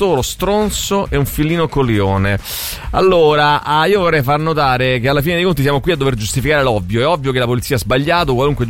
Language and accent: Italian; Latina, Lazio, Italy; born there; io so fascio perché sono nato a Latina.